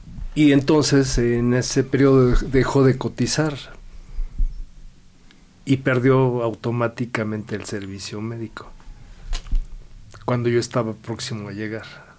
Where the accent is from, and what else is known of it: Mexico City, Mexico; born or raised there